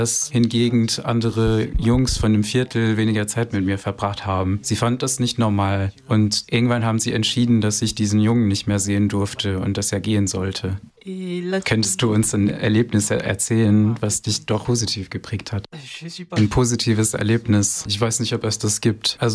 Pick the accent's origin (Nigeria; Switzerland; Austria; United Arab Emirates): Nigeria; German is a second language; moved away; Ursprünglich wollte ich eigentlich nicht so weit von meinem Herkunftsland. Allerdings aufgrund der chaotischen Situation in Nigeria habe ich mich dazu entschieden